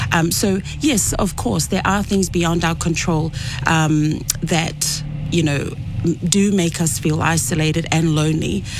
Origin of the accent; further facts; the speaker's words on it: Fiji; moved away; I come from Fiji myself